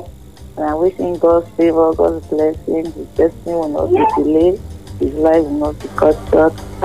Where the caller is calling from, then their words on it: Makurdi, Benue, Nigeria; calling from Federal Locos, Makurdi.